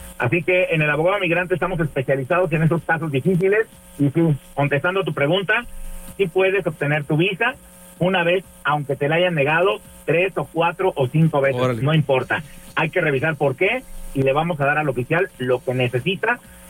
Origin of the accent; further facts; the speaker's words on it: Michoacán, Mexico; moved away; also born or lived in Texas / Miami, Florida; yo soy mexicano, originario del estado de Michoacán. Estudié en Miami, en Florida, estudié la carrera de migración en los Estados Unidos. Perfecto. Y esto porque justamente viví muchos años acá en Texas. Estuve viviendo aquí en San Antonio, en Austin, en el Valle de Texas.